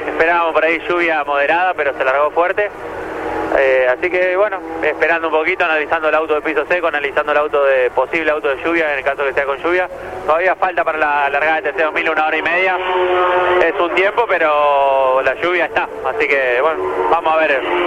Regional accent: Argentina

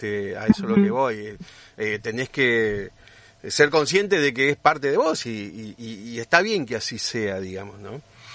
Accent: Entre Ríos, Argentina

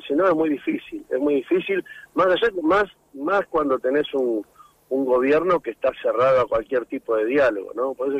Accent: Argentina

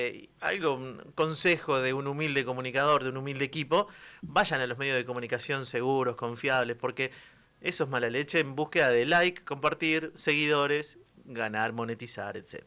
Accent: Río Gallegos, Santa Cruz, Argentina; Quienes somos aquí nacidos y criados en Río Gallegos

